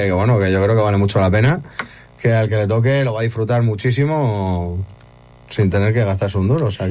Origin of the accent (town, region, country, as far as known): Cornellà de Llobregat, Catalonia, Spain